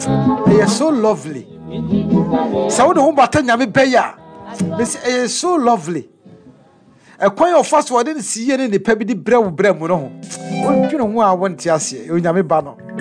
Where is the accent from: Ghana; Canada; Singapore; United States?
Ghana; I am a Ghanaian. I have no place to go but Ghana. It's my motherland.